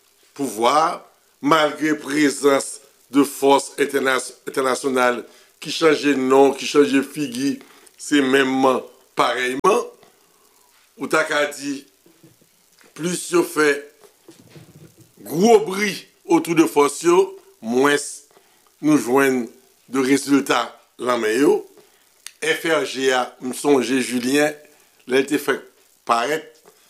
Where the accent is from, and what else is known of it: Haiti